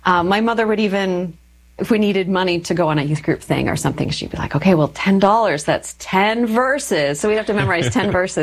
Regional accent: Minnesota, United States; Sure. So I'm from Minnesota. And I grew up in a wonderful family.

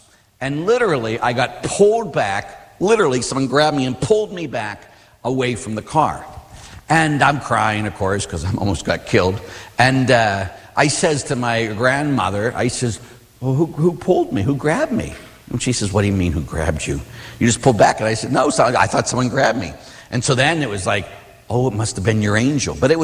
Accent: Pittsburgh, Pennsylvania, United States; when I was a kid, I grew up in Pittsburgh, as we all know

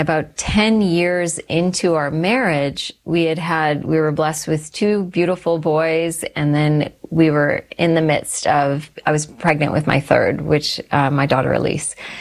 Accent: Texas, United States; also born or lived in Calgary / Sri Lanka; I was born in Calgary, and then my family shifted to the States. So I grew up in Texas for a while, and then my parents sadly got divorced. And so my mom moved my brother and I to Sri Lanka

